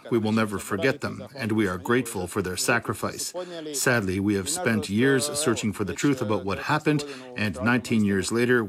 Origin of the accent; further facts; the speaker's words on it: Istria County, Croatia; We're from Istra, and we come here every year.